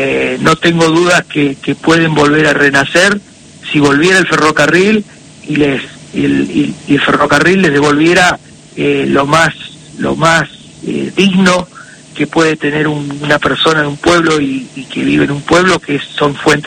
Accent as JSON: {"language": "Spanish", "town": "Timote", "region": "Buenos Aires Province", "country": "Argentina", "said": "vuelvo a Timote, sí, y no podía llegar. Llegué a Tejedor por ruta, por General Villegas, por Intendente Alvear, General Villegas, llegué a Tejedor y no podía llegar a Timote, donde yo me iba a radicar en mi pueblo"}